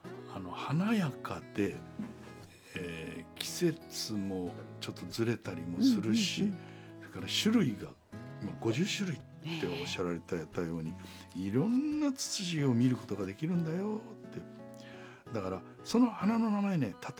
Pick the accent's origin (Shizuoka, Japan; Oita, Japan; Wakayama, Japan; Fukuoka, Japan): Oita, Japan; 僕ね、大分県出身だったんだけど